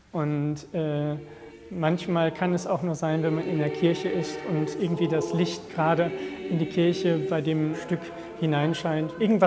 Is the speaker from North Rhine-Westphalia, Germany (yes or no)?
yes; Hagen, North Rhine-Westphalia, Germany; moved away as an adult; also born or lived in Herdecke; now in Wuppertal, Germany; Ich bin geboren in Herdecke und bin groß geworden in Hagen in Westfalen und schließlich für mein Studium nach Wuppertal gezogen.